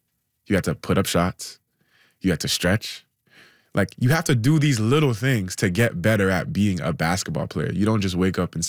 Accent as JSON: {"language": "English", "country": "Canada", "said": "Like I'm a basketball player, I'm from Canada"}